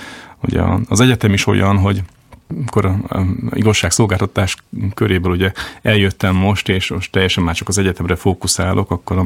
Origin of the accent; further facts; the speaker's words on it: Slovakia; volt egy tanár a filozófia szakon, aki tudta, hogy magyarok vagyunk egy páron, és így titokban megengedte, hogy magyarul vizsgálszunk. Úgyhogy akkor jöttem Budapest, és akkor vettem a filozófia könyveket.